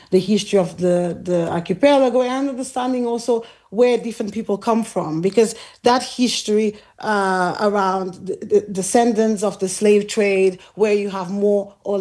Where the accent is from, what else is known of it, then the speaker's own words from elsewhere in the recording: Santiago, Cape Verde; I'm from Santiago Island, and so that's the island where you have the most mix. It's where the majority of the population lives.